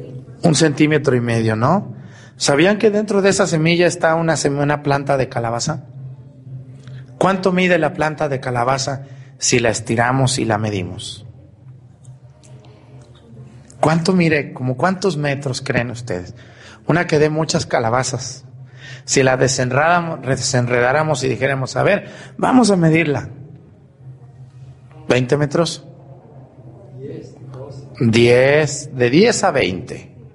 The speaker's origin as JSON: {"language": "Spanish", "town": "Mexticacán", "region": "Jalisco", "country": "Mexico", "tie": "born or raised there", "said": "Tuve un maestro excelente en la secundaria. Un saludo a la secundaria técnica número 23 de mi pueblo de Mesticacán, que está cumpliendo 50 años este año, por cierto."}